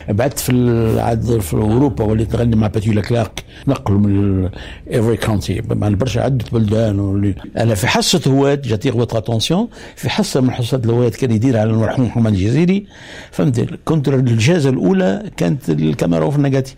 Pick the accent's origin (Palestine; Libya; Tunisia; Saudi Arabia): Tunisia; نقول لهم هذا انساسي انا تونسي